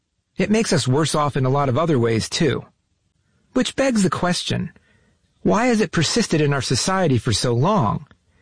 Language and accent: English; New York, United States; I was raised in New York